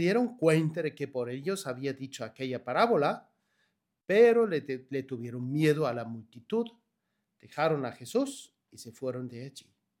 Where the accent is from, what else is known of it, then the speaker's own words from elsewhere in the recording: Germany; como buen alemán no le pregunté mucho permiso